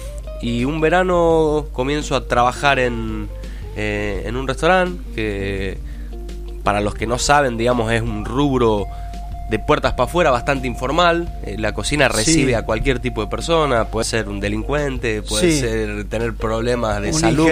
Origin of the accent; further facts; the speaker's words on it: Salta, Argentina; born there; moved away as an adult; yo en Salta, acostumbrado a hacer empanada locro, mazamorra.